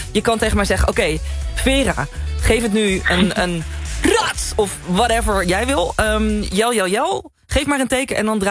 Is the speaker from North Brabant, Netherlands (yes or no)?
yes; North Brabant, Netherlands; Ik ben altijd heel extra blij als Brabander zelf. Om Brabanders in de uitzending te hebben, vind ik het al instant gezellig.